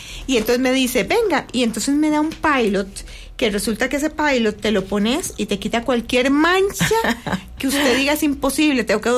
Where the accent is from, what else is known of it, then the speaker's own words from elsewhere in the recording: Costa Rica; la gente va aprendiendo que los impuntuales somos los ticos, pero vamos a otro país y tenemos que aprender de puntualidad.